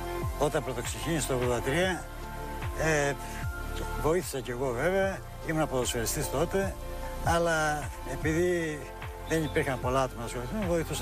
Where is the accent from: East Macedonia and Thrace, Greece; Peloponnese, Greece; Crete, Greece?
Crete, Greece; Damasta; moved away; also born or lived in Athens